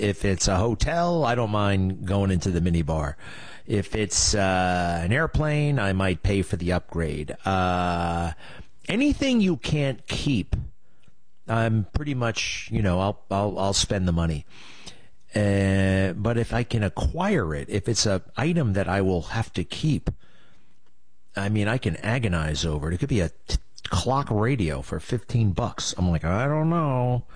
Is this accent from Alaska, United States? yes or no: no; Nassau County, New York, United States; I grew up in Nassau County.